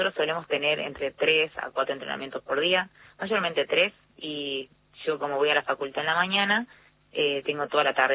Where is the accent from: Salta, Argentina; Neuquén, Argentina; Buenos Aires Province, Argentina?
Salta, Argentina; Yo soy de Capital.